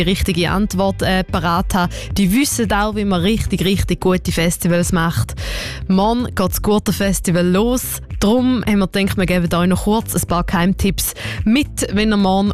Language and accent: German; Eastern Switzerland, Switzerland; accent: Eastern Swiss; Ich habe es nicht so gut, logischerweise mit meinem eckigen Ostschweizer Dialekt